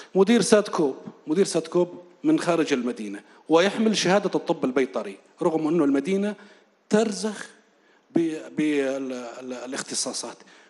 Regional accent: Raqqa, Raqqa Governorate, Syria; أنتقل إلى من أيضا تفريع لقطاع الطاقة لما يتعلق بمدينتي الرقة.

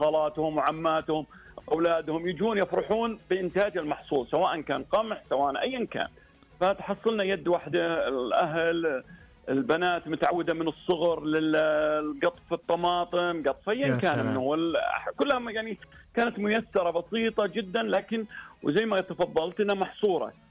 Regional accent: Saudi Arabia; عندنا في المملكة العربية السعودية.

